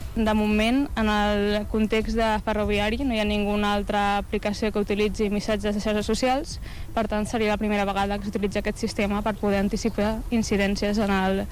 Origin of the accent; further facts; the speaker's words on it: Badalona, Catalonia, Spain; Jo soc de Badalona